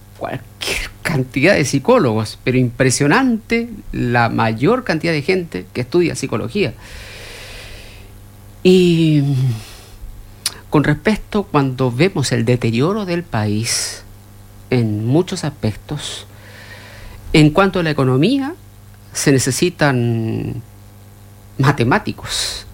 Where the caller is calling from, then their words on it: Chile; Yo, siendo chileno